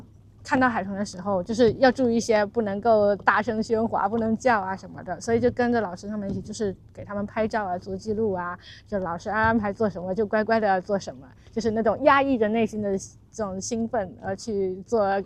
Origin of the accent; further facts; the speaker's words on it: Xiamen, Fujian, China; 我是厦门人，因为就是因为而且是在鼓浪屿出生的